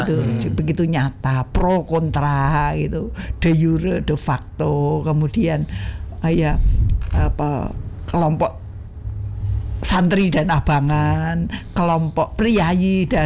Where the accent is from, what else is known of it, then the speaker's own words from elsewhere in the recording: Madiun, East Java, Indonesia; Saya orang Madiun